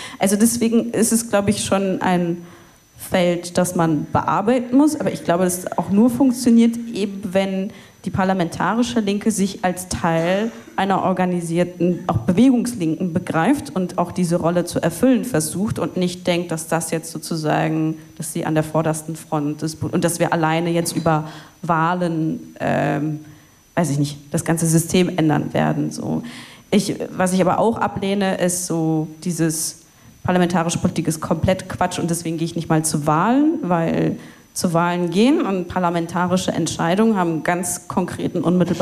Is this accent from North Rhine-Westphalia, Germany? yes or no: yes; Cologne, North Rhine-Westphalia, Germany; Es gibt zum Beispiel in Köln, wo ich herkomme, gibt es eine Kampagne, die heißt Sicherheit für alle.